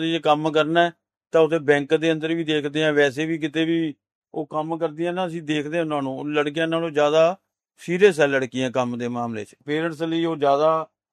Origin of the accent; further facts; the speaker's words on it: Bathinda, Punjab, India; ਤੇ ਸਾਡਾ ਤਾਂ ਜਨਮ ਸਥਾਨ ਇੱਥੋਂ ਦਾ ਹੀ ਹੈ, ਬਠਿੰਡੇ ਦਾ ਹੀ ਹੈ, ਅਸੀਂ ਬਠਿੰਡੇ ਦੇ ਜੰਮੇ ਪਲੇ ਹਾਂ।